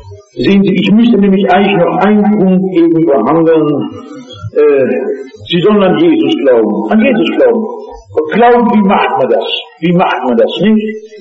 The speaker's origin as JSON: {"language": "German", "region": "Rhineland", "country": "Germany", "said": "ich komme aus dem Rheinland"}